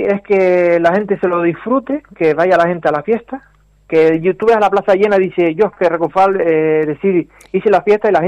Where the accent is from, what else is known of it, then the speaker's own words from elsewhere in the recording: Ayacata, Canary Islands, Spain; now in Vecindario, Spain; Sí, yo soy nacido y criado en Ayacata.